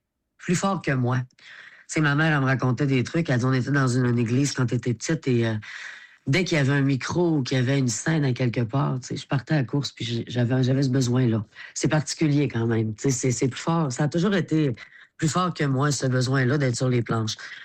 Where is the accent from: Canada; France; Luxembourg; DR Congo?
Canada; Saguenay, Quebec; Moi, je viens du Saguenay.